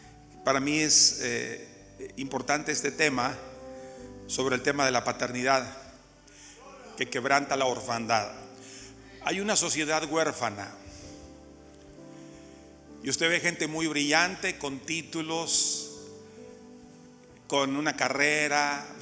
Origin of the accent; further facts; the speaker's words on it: Mexico; yo soy de México